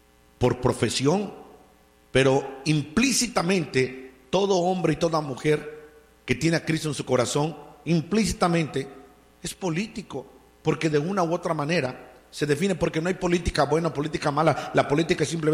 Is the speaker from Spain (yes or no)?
no; Mexico; born there; moved away; Yo no pertenezco a este país. Yo soy mexicano. Yo nací en México y soy mexicano.